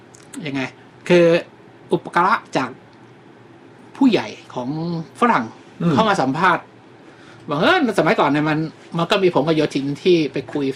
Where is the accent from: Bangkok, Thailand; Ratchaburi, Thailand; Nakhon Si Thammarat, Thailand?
Bangkok, Thailand; เด็กเทพเช้าไปเย็นกลับเพราะบ้านผมอยู่กรุงเทพตรงสังเกตเช้าไปเย็นกลับ